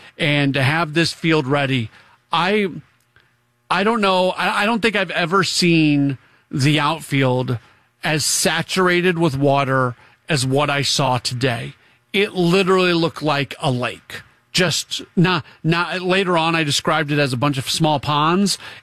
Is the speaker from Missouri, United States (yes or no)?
yes; St. Louis, Missouri, United States; moved away; as somebody who's lived all over the country but grew up in St. Louis